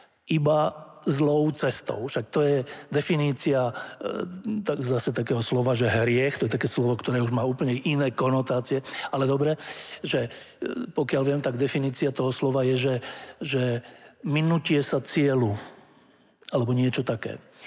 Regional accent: Bratislava, Bratislava Region, Slovakia; Ja som vyrastal v Bratislave, v Petržalke, to je takéto sídlisko, 100-tisícové, samé paneláky.

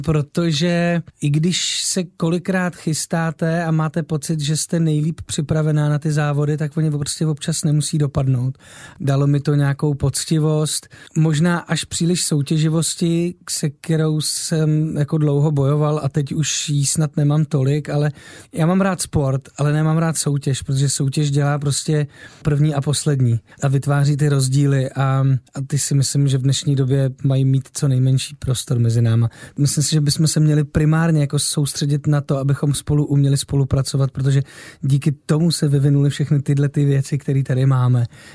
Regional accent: Třinec, Moravian-Silesian Region, Czechia; já jsem z Třince.

